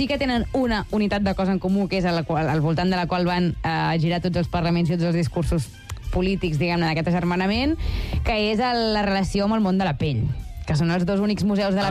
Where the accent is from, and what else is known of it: Blanes, Catalonia, Spain